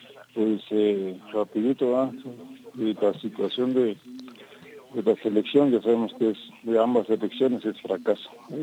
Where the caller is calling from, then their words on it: Quetzaltenango, Guatemala; no como aficionado a Xela, sino como guatemalteco